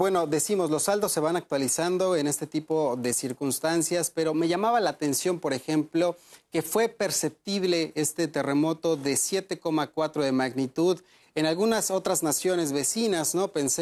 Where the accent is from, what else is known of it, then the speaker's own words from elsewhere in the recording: Mexico; por la experiencia en México, ¿no? En mi país